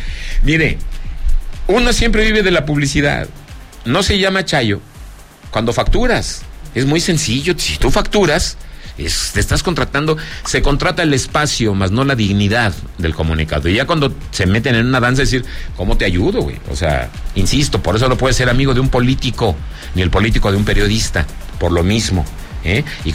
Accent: Zacatecas, Mexico; Me ayudó a repartir mi revista de mi tierra Zacatecas en Villanueva, el número cero.

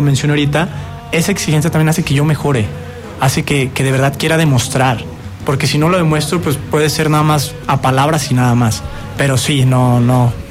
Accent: Zacatecas, Mexico; yo más que soy zacatecano

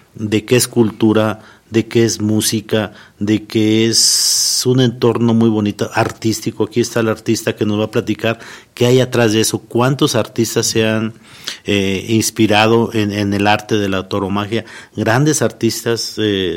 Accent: Guadalajara, Jalisco, Mexico; yo nací en Guadalajara, Jalisco, y mis abuelos y mis padres nos llevaban desde muy pequeños a mis hermanos y a mí a la Plaza Nuevo Progreso.

